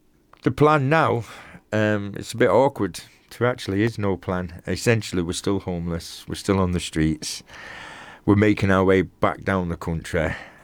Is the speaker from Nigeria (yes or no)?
no; Manchester, North West England, United Kingdom; moved away as an adult; also born or lived in Cornwall; I'm from Manchester, you can tell by the accent. I'm from Manchester, but Manchester's not good for me. I've lived there all my life, worked there all my life.